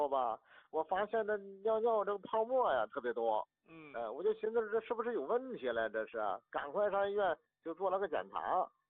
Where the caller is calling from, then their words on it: Shijiazhuang, Hebei, China; 哎，我那是河北石家庄的。